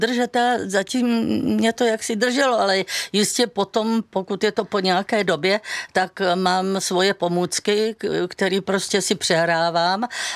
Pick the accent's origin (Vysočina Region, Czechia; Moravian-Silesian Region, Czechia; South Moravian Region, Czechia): South Moravian Region, Czechia; Brno; já prostě jsem sice rodilý Brňák